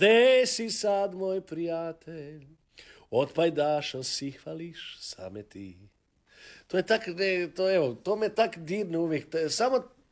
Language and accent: Croatian; Mlinovi, City of Zagreb, Croatia; born there; Pa ja sam rođen u Mlinovima